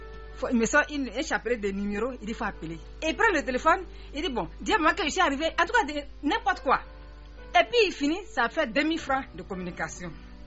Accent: Katiola, Vallée du Bandama, Côte d’Ivoire; born there; moved away; au village chez moi à Katiola

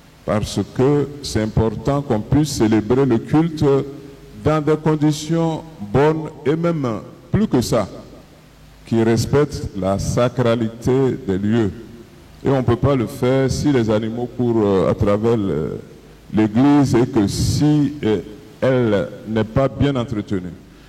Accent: Jacquesville, Lagunes, Côte d’Ivoire; Je viens de Jacquesville, de la région de Jacquesville, de mon village même.

